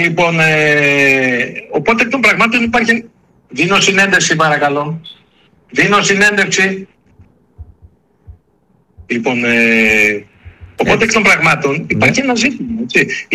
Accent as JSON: {"language": "Greek", "town": "Florina", "region": "Western Macedonia", "country": "Greece", "moved": "yes", "lives_now": "Athens, Greece", "said": "Λοιπόν, θυμάμαι όταν ήμουν από τη Φλόρινα"}